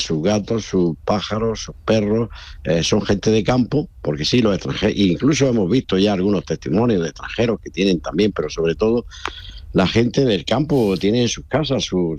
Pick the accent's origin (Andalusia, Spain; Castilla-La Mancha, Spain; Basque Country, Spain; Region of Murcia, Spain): Andalusia, Spain; born there; hay un incendio en mi pueblo, entre Los Gallardos y Sorbas, que es el pueblo, Carrizalejo, toda la zona esta